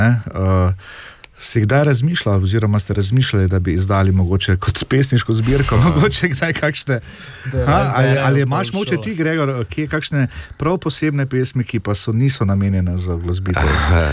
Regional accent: Styria, Slovenia; kot rečemo Štajerci, tu ni zajmancije, ne

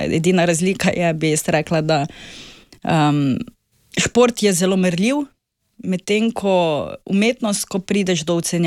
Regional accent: Kostanjevica na Krki, Lower Carniola, Slovenia; moved away as an adult; also born or lived in Novo Mesto; now in Styria, Slovenia; Dolenjske Benetke, Kostanjevica na Krki, osnovna šola Jožeta Gorjupa, to je bilo prvih 8 let šolanja, potem Novomeška gimnazija.

